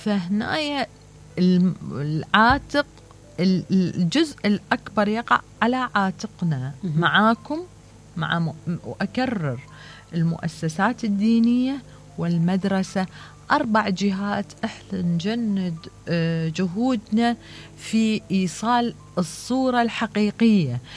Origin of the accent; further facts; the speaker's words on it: Iraq; أنا أحدى النساء العراقيات اللي أفتخر كوني عراقية ومندائية وأنتمي لهذا البلد العريق.